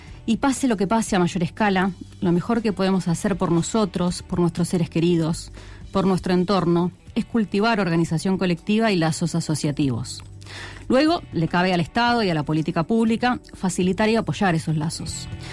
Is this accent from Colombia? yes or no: no; Argentina; todo eso que nos une como argentinos y argentinas.